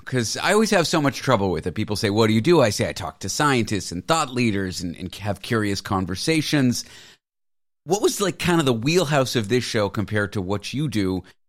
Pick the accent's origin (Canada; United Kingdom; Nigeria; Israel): Canada; now in United States; The show airs in Canada. I'm Canadian.